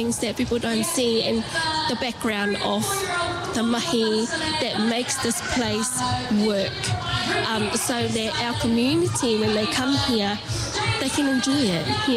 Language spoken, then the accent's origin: English; Avarua, Rarotonga, Cook Islands; moved away as an adult; also born or lived in Mitiaro, Cook Islands; now in Dunedin, New Zealand; grew up born, bred back in the Cook Islands. In particular, I was born in Metiaro and then grew up in Rarotonga, did all my schooling in Rarotonga and then came over to Aotearoa.